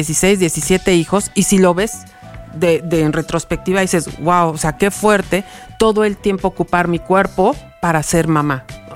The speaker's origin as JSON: {"language": "Spanish", "region": "Zacatecas", "country": "Mexico", "said": "ajá, tienen que comer queso. Porque venimos de Zacatecas, entonces, ajá, y en el rancho siempre había queso"}